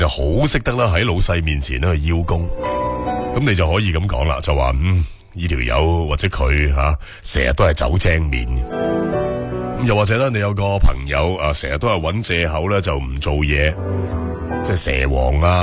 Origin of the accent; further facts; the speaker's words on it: Guangdong, China; 喺我哋广东人粤语里边咧，亦都表示就话唔要嗰样嘢嘅意思